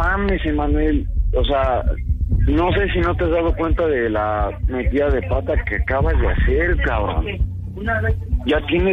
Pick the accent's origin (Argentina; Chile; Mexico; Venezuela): Mexico; Mexico City; O sea, la neta te lo digo como chilango, güey.